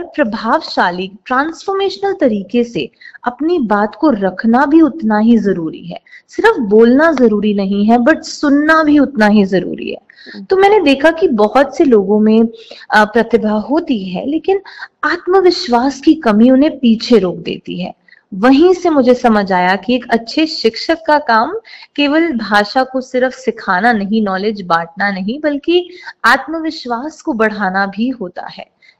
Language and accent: Hindi; Delhi, India; अगर मैं अपने बचपन की बात करूं तो मेरा बचपन दिल्ली में बीता है, वहीं मेरा जन्म हुआ, वहीं मैं पली बड़ी